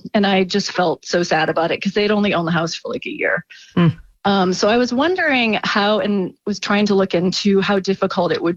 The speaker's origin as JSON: {"language": "English", "town": "Ann Arbor", "region": "Michigan", "country": "United States", "said": "I'm from Ann Arbor, Michigan."}